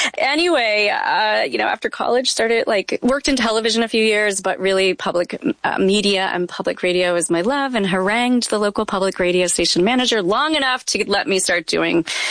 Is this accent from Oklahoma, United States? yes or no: no; Louisville, Kentucky, United States; I grew up in Louisville, Kentucky, and I can remember listening to All Things Considered and Susan Stamberg